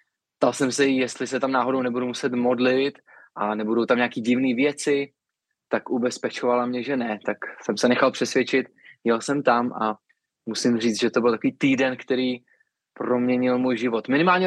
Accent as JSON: {"language": "Czech", "town": "Strakonice", "region": "South Bohemian Region", "country": "Czechia", "said": "Tím, že jsem ze Strakonická, Hoštice máme za rohem, tak tohle byl jako jasný obraz, jak to asi vypadá v církvi."}